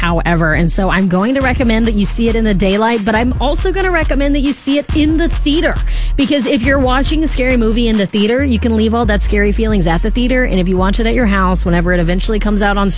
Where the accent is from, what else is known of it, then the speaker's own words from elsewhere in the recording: Mobile, Alabama, United States; If you are from Mobile, which I'm from Mobile, I actually know people who knew the guy that directed this movie.